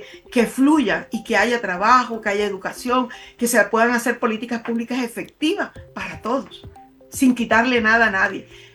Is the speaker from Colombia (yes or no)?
yes; Colombia; now in Los Lagos, Chile; yo soy chilena y soy chilena de corazón, naturalizada, y amo este país como el mío. Eso sí, eso llega hasta que juegan Colombia y Chile. Cuando juegan Colombia me olvido de Chile.